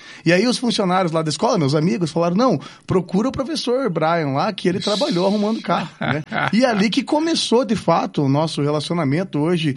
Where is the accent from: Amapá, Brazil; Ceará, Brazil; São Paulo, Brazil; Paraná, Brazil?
Paraná, Brazil; Curitiba; born there; also born or lived in Fazenda Rio Grande; Eu sou nascido em Curitiba, nasci aqui na capital, morei algum tempo lá no município de Fazenda Rio Grande, né, na região metropolitana, naquela ascensão que teve a região metropolitana ali no final dos anos 90, início dos anos 2000, né, e tenho família residente lá